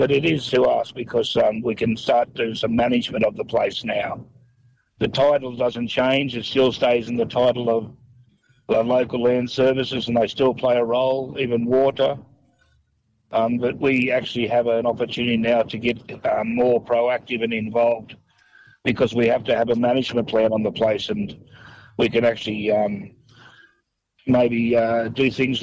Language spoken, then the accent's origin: English; Gunnedah, New South Wales, Australia; I'm from Gunnedah. … I'm on the Giyinbarai clan of the Gomeroi Nation.